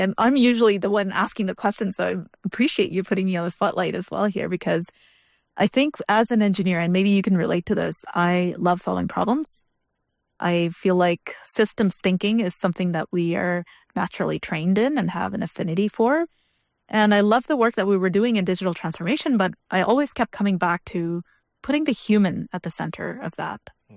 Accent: Saudi Arabia; also born or lived in Chennai, India; now in Canada; I was born in India, in a town called Chennai, which is in the southern part of India. And I lived in India for a few years, but for most of my childhood, I spent it in Saudi Arabia.

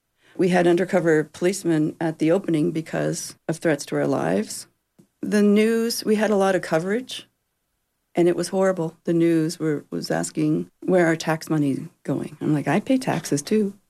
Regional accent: Cape Breton, Nova Scotia, Canada; It was very different growing up in Cape Breton and being here.

